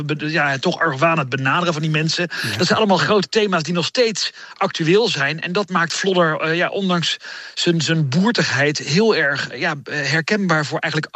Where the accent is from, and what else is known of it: Netherlands